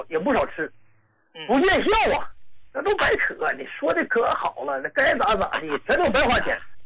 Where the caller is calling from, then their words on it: Qiqihar, Heilongjiang, China; 嗯，我是黑龙江的。